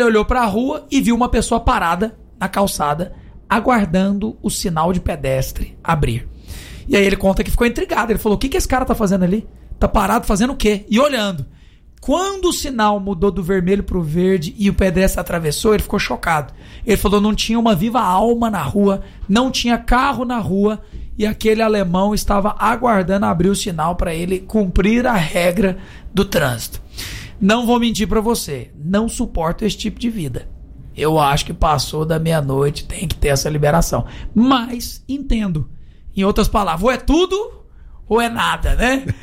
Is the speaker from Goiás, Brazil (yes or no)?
yes; Goiás, Brazil; Eu sou muito goiano mesmo, enfim.